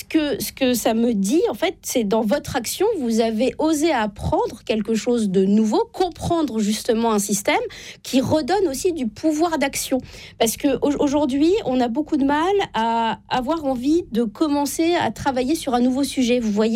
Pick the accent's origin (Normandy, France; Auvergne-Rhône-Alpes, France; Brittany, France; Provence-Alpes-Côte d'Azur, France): Normandy, France; je viens de la Normandie.